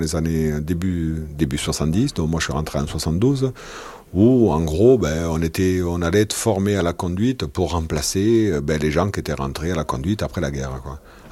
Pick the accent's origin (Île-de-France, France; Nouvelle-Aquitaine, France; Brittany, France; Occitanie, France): Occitanie, France; Lannemezan; Je suis des Pyrénées. Je suis à côté de Tarbes, Lannemezan, exactement.